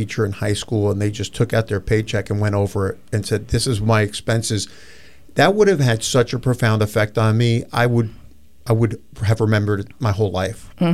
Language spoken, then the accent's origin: English; New York City, New York, United States; I grew up in New York City. Mm-hmm. In Queens.